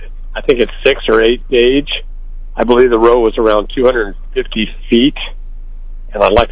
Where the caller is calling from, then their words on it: Cairo, Missouri, United States; I'm calling from Cairo, Missouri.